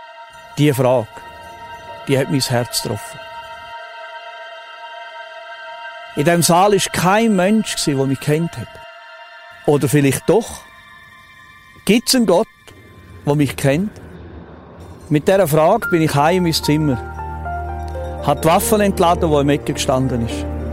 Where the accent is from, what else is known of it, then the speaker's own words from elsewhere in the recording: Switzerland; habe ich die Armeewaffen geladen, die ich als Schweizer Soldat in der Stube hatte.